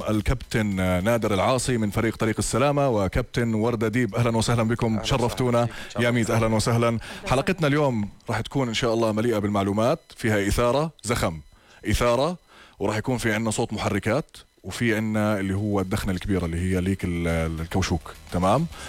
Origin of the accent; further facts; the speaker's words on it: Jordan; يعني احنا عندنا في الأردن هذه الثقافة منتشرة جدا بصراحة